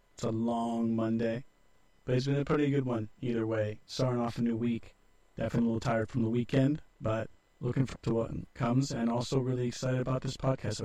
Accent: San Benito County, California, United States; now in Modesto, United States; I didn't grow up specifically here in Modesto or in Stanislaus County. I grew up over in San Benito County.

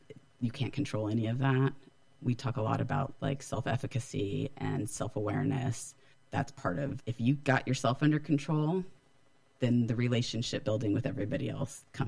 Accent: California, United States; also born or lived in Las Vegas / Central Valley; now in East Bay, United States; I grew up in Northern California.

